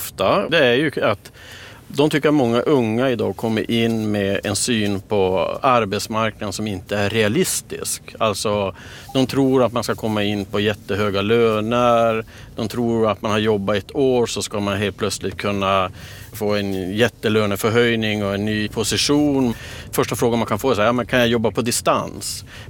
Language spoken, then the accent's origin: Swedish; Kiruna, Norrbotten County, Sweden; Jag är ju född och uppvuxen i Kiruna.